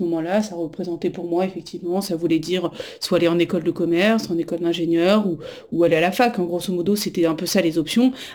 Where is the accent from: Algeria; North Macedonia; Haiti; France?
France; Paris, Île-de-France; born there; je suis née en 1990, à Paris.